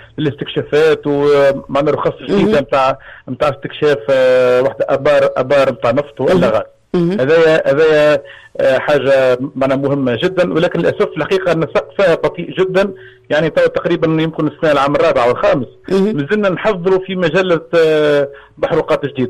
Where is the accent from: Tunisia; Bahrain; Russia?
Tunisia; عندنا في تونس